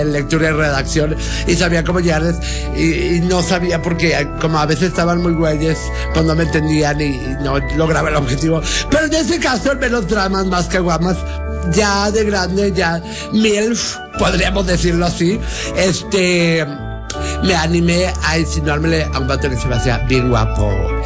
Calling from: Santiago Papasquiaro, Durango, Mexico; Yo soy de Santiago Papasqueado, Durango, noroeste del estado, donde nacieron la familia Revueltas

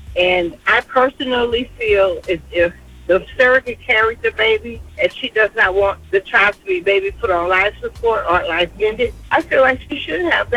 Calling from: Baton Rouge, Louisiana, United States; from Baton Rouge.

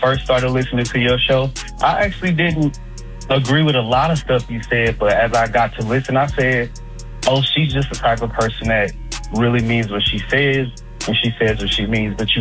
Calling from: Houston, Texas, United States; I'm from Houston.

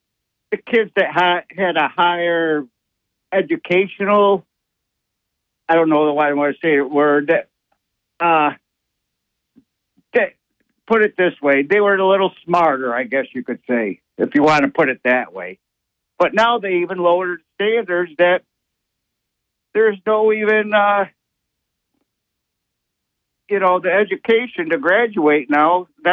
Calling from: the Ward, New York, United States; from the Ward.

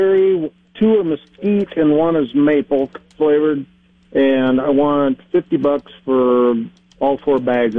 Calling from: Belmont, United States; in Belmont.

